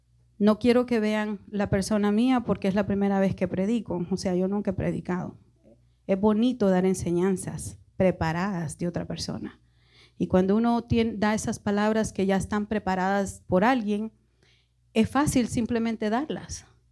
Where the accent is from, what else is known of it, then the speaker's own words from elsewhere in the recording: Guatemala; also born or lived in El Salvador; yo por gloria de Dios nací en El Salvador y me crié en Guatemala, no porque quisiera